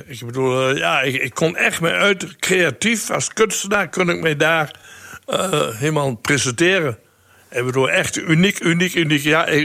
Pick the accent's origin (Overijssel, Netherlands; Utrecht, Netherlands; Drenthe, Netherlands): Overijssel, Netherlands; Slagharen; Ik kom origineel uit Slagharen.